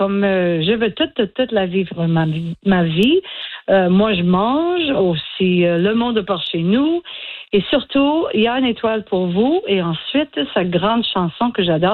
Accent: Acadia, Canada; Et là, j'ai écrit quelque chose qui s'appelle … Je suis acadienne canadienne

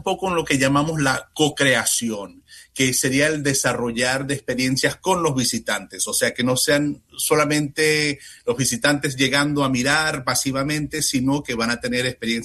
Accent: United States; now in Washington, D.C., United States; ya que estamos acá en este país, estadounidenses, ¿no? Como norteamericanos

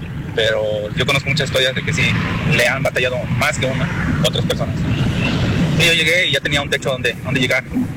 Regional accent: Guerrero, Mexico; now in Cuernavaca, Mexico; Pues, si yo soy foráneo, yo no soy de aquí de Cuernavaca, soy de Guerrero. Me vine hace ya 17 años.

